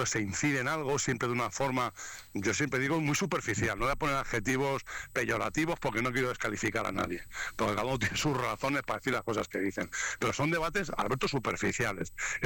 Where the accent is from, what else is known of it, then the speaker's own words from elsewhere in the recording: Spain; los españoles que vivimos aquí